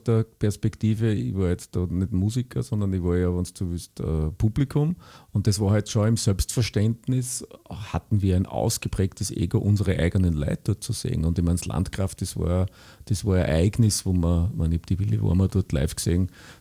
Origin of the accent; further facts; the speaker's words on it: Linz, Upper Austria, Austria; deswegen bin ich auch sehr stolz, mittlerweile immer sagen zu können, ich komme aus Linz